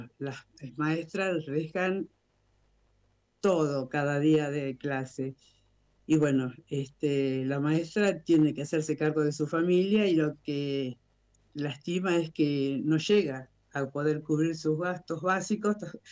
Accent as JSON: {"language": "Spanish", "town": "Villa Mercedes", "region": "San Luis", "country": "Argentina", "said": "Nosotros somos de Villa Mercedes, la segunda ciudad de San Luis."}